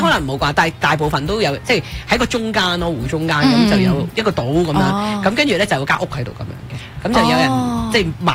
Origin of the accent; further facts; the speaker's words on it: Canada; 我哋作为加拿大人